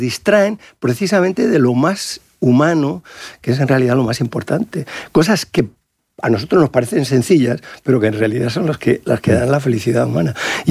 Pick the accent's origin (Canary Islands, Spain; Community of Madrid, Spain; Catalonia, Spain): Community of Madrid, Spain; Madrid; now in Salamanca, Spain